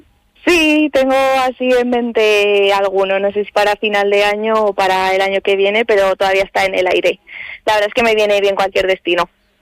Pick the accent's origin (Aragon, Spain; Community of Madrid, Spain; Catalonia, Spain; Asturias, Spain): Aragon, Spain; Teruel; yo desde la infancia he nacido y he crecido aquí en Teruel. Es verdad que pues ya con 18, cuando te planteas qué hacer, qué estudiar y de qué quería trabajar, pues me fui a Zaragoza, fui a estudiar a la universidad.